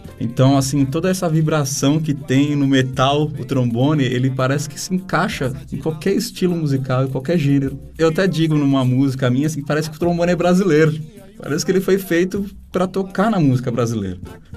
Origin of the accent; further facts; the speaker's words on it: Murutinga do Sul, São Paulo, Brazil; now in Brasília, Brazil; Eu sou natural de São Paulo, uma cidade que se chama Murutinga do Sul. uma cidadezinha que é de 600